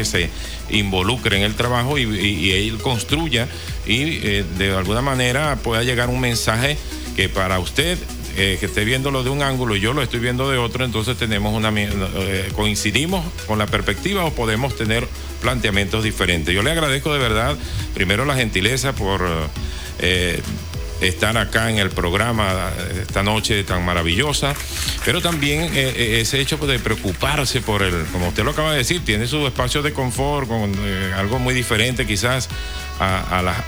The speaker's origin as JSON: {"language": "Spanish", "country": "Venezuela", "said": "Nosotros como venezolanos"}